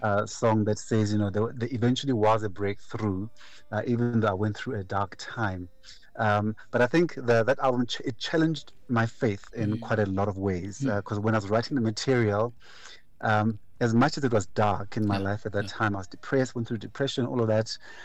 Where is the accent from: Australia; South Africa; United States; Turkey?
South Africa; first language Venda; English is a second language; in my mother language, mother tongue, Chivenda